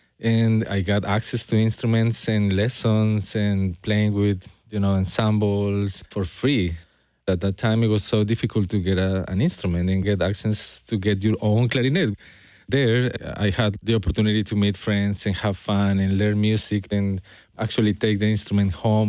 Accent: Bogota, Bogotá, Colombia; moved away as an adult; also born or lived in Boston / Austin; now in Atlanta, United States; I'm originally from Bogota, Colombia.

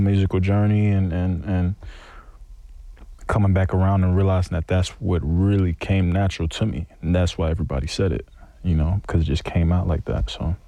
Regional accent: Atlanta, Georgia, United States; I'm from Atlanta.

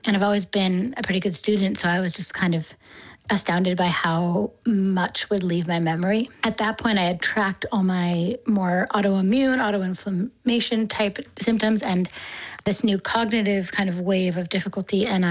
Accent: East Coast, United States; I'm from the East Coast

